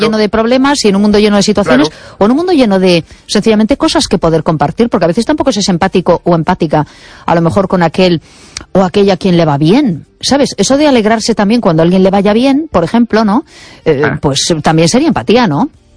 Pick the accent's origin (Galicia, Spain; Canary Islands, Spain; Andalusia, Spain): Galicia, Spain; A Coruña; now in Mos, Spain